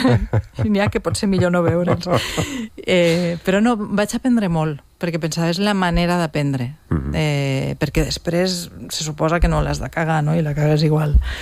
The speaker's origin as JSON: {"language": "Catalan", "town": "Tortosa", "region": "Catalonia", "country": "Spain", "said": "Jo sóc de Tortosa i de vegades... però he treballat a TV3 amb papers que no parlo amb el meu accent"}